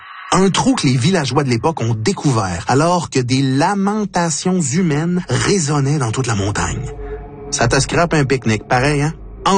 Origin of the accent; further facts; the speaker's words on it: Canada; chez nous, au Canada.